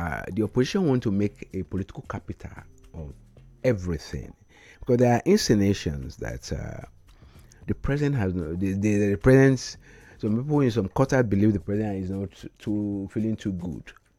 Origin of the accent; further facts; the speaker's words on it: Nigeria; But you see, our destiny as a Nigerian differ from that of South Africa and Egypt.